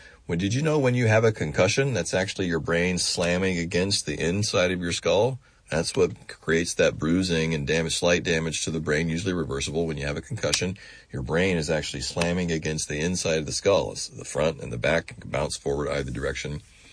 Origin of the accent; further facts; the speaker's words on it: Kansas, United States; I grew up in Kansas.